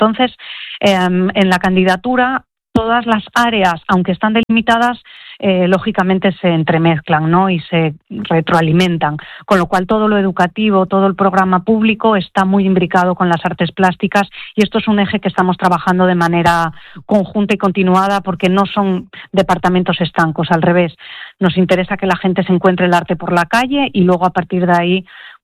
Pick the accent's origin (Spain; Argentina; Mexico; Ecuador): Spain; Asturias; Nosotros en Asturias tenemos artistas de un nivel extraordinario